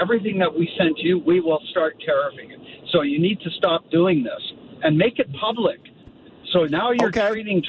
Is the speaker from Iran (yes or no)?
no; Vancouver, British Columbia, Canada; I grew up in the East End of Vancouver, and the principal of my high school dealt this way with my brother, who was a bully.